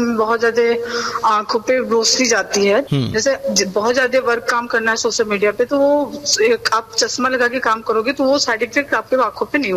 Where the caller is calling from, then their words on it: Karari, Uttar Pradesh, India; मैं करारी की रहने वाली हूँ, करारी सोनभद्र की।